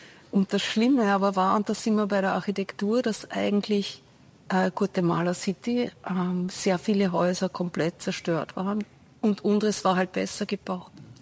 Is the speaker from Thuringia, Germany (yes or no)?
no; Düsseldorf, North Rhine-Westphalia, Germany; accent: Düsseldorf dialect; ich habe damals den totalen Düsseldorfer Dialekt gehabt.